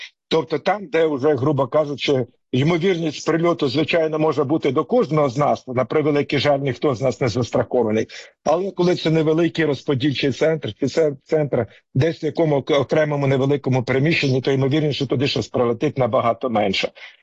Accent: Pryluky, Chernihiv Oblast, Ukraine; В моїх рідних Прилуках, як було популярно піти зранку на базар скупитися, так і ходять.

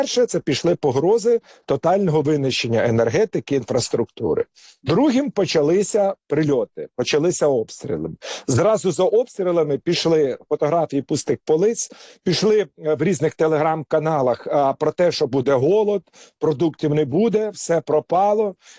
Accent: Pryluky, Chernihiv Oblast, Ukraine; now in Kyiv, Ukraine; в тому числі в моїх рідних Прилуках

